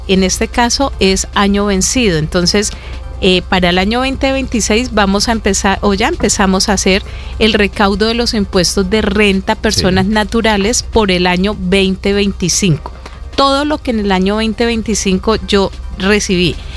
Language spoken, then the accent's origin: Spanish; Colombia; Soy colombiana